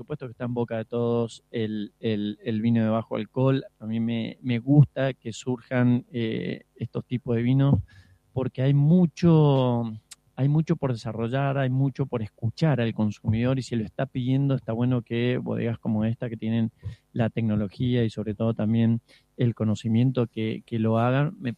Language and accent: Spanish; Mendoza, Argentina; Te diría que como mendocino, si no la visitás, es casi obligatoria la parada